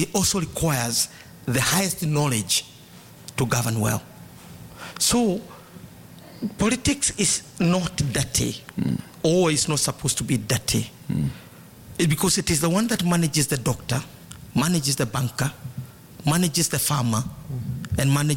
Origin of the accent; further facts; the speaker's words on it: Kenya; As Kenyan.